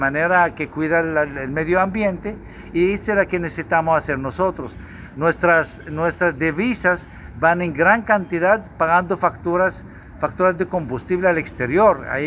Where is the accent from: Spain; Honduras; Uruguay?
Honduras